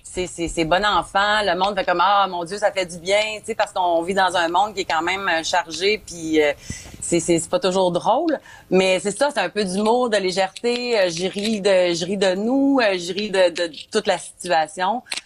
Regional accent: Quebec, Canada; chez nous, au Québec.

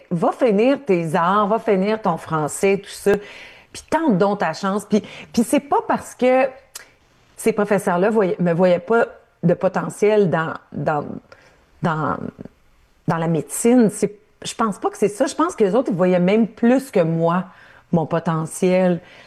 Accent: Ontario, Canada

